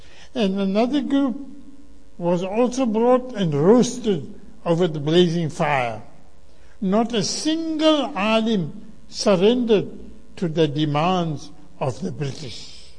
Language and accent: English; South Africa; I'm from South Africa, and that is why I speak English. I'm not a Pakistani.